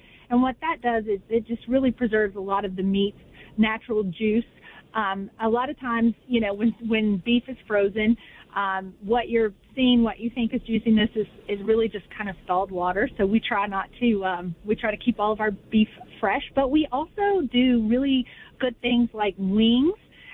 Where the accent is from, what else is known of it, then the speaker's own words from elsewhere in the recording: Beckley, West Virginia, United States; moved away; here I am back in my hometown in Beckley, West Virginia